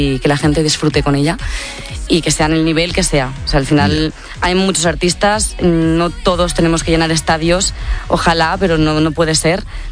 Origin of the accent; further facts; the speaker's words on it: Tiana, Catalonia, Spain